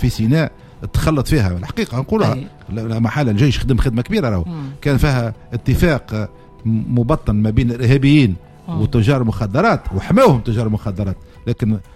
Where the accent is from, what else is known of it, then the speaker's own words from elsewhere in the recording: Tunisia; لكن توا احنا كمجتمع تونسي شنو لازم نعملوا يا ولدي؟